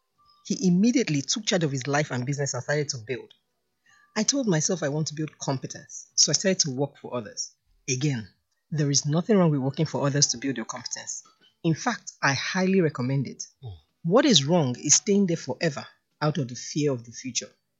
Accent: Edo, Nigeria; I'm from Edo State, catchment area.

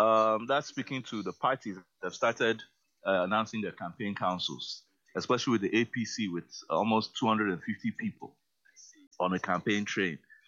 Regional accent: Nigeria

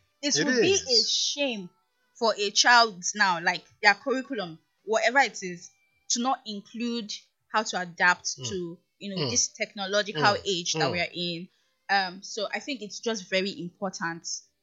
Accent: Igbo, Igboland, Nigeria; I'm Igbo now. Igbo. Yes, I'm from Igbo.

